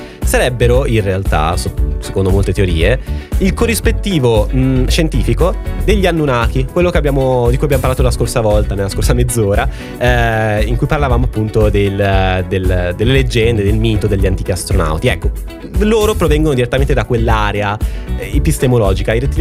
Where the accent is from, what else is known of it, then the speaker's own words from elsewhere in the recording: Nova Milanese, Lombardy, Italy; Lui era di Nova Milanese, cioè del mio paese.